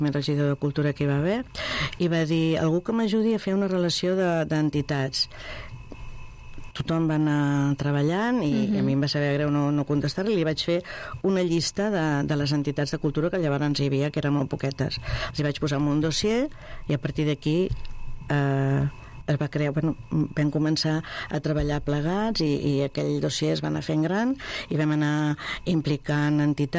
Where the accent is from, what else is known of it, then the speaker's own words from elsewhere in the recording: Mollet del Vallès, Catalonia, Spain; also born or lived in León; Soc una molletana d'adopció, perquè jo vaig néixer a León, però vaig venir a Catalunya molt petita, amb 14 mesos, i la meva vida ha passat a Mollet